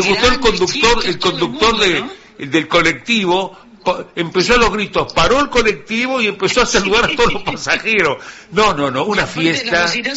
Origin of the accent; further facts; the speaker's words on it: Uruguay; yo no soy argentino, soy orgullosamente uruguayo